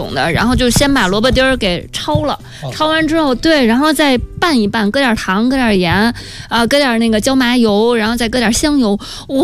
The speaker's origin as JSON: {"language": "Chinese", "country": "China"}